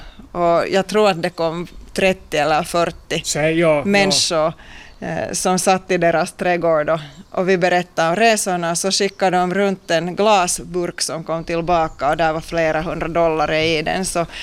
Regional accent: Lahti, Päijät-Häme, Finland; jag är ursprungligen hemma från Lahti, så där finns ju den här stora Vesijärvi

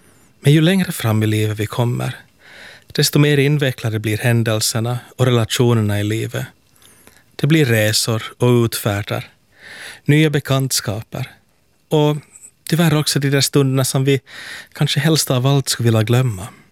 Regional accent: Helsinki, Uusimaa, Finland; från Helsingfors.

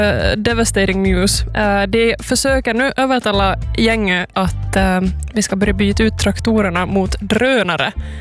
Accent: Pedersöre, Ostrobothnia, Finland; jag är ju originally från Fossby, Pedersöre

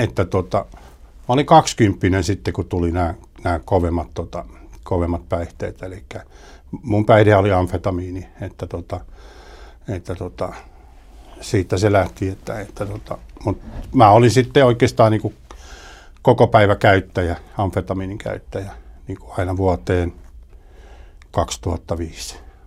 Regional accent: Stockholm, Stockholm County, Sweden; born there; moved away as an adult; also born or lived in Päiväkulma, Finland / Hanko, Finland; Siellä tuli sitten se lapsuus ja varhaisnuoruus ja nuoruus ja vähän aikuisielläkin elettiin sitten siellä Tukholmassa. Että ison kaupungin poikia ollaan.

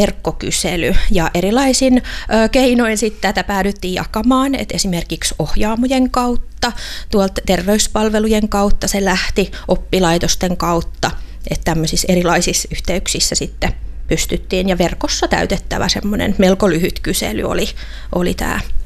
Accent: Satakunta, Finland; meillä täällä Satakunnassa

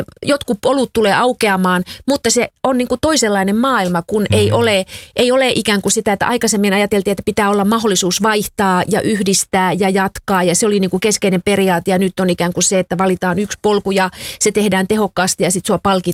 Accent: Kemi, Lapland, Finland; born there; Kemin Lyseon lukio, 6L, kunnon tyttö.

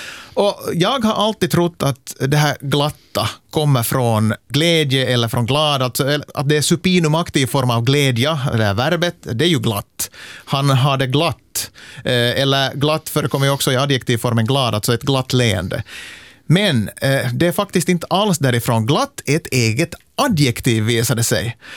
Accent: Ostrobothnia, Finland; Ja, det kan ju hända att det beror på att jag är från Österbotten, att det har hörts därifrån

